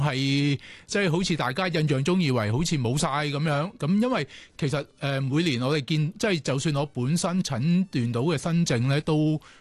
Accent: Hong Kong; 而我哋香港嘅居民七百万啦

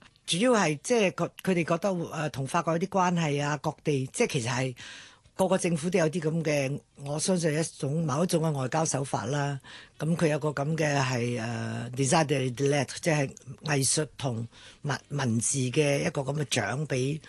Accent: Hong Kong; born there; 我哋屋企係上海嚟嘅，即係我喺香港出世，但我屋企本來喺上海做廠，因為咁當其時嚟香港亦都開廠

